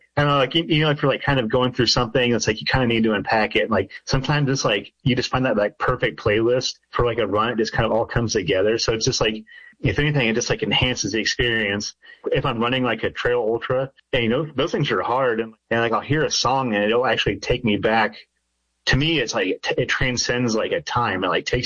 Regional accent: Midwest, United States; I grew up poor and in the Midwest, with a single mom, and we didn't have a lot of things. We lived in a one-bedroom studio.

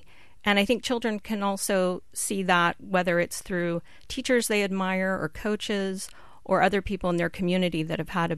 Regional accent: Austin, Texas, United States; Yes, I grew up in Austin.

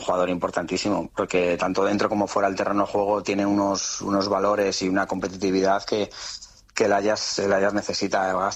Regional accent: Madrid, Community of Madrid, Spain; Es increíble que esto nos pueda pasar. Como vallecano, como

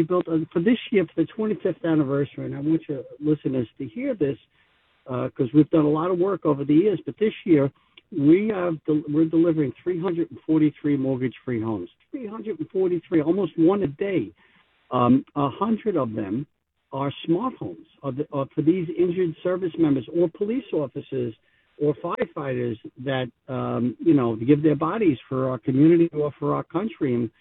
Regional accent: New York City, New York, United States; my brother Stephen's hometown, my hometown, Staten Island, New York. Just in case people can't recognize my accent

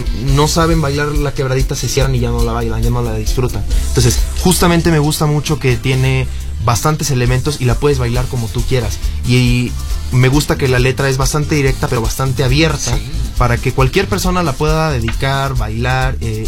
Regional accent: Mexico; seguir mostrando siempre a México por delante

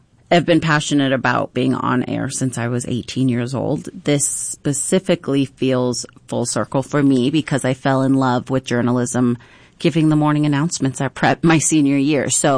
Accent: Spokane, Washington, United States; I grew up in Spokane from a wonderful, wonderful single mom, Margie.

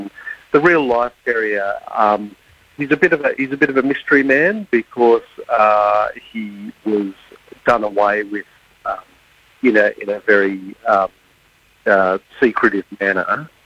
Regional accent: Sydney, New South Wales, Australia; Well, I'm from Sydney. I was a novelist before I was a journalist

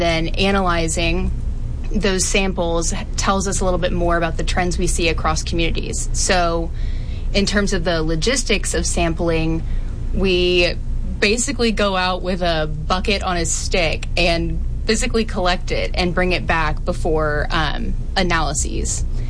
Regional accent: Shreveport, Louisiana, United States; So I'm from Shreveport, Louisiana, and I went to Ole Miss for undergrad

